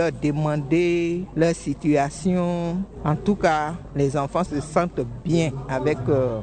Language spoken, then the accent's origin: French; Abidjan, Côte d’Ivoire; Je suis d'Abidjan, précisément à Blokos, avec mes enfants.